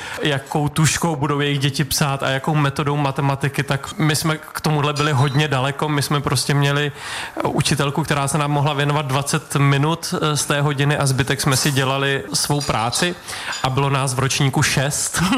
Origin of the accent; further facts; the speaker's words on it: Bolehošť, Hradec Králové Region, Czechia; also born or lived in Rychnov nad Kněžnou / Týniště nad Orlicí; pak jsme bydleli půl roku v Týništi nad Orlicí, v takovém malém bytě, tak to si taky nepamatuju. A když mi bylo půl roku, tak jsme se přestěhovali do Bolehoště, do domu, ze kterého jsem před chvílí přijel